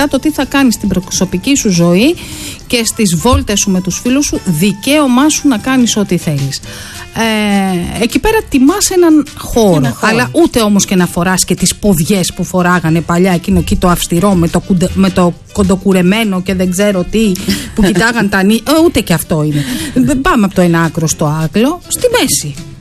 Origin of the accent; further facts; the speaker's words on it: Athens, Attica, Greece; εγώ που μεγάλωσα στην Αθήνα, αλλά οι γονείς μου είναι από επαρχία, πήγαινα στην επαρχία